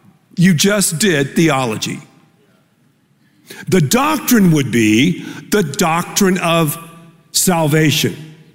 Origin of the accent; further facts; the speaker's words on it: Texas, United States; We're from Texas. I mean, I'm from the dirty South. I love a buffet.